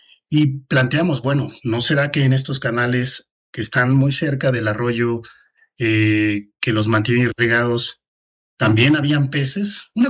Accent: Tenosique, Tabasco, Mexico; now in San Cristóbal de las Casas, Mexico; yo generalmente como buen tabasqueño

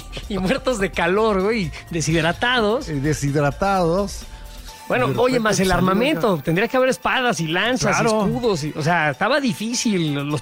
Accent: Mexico; con todo lo que nos quejamos los mexicanos

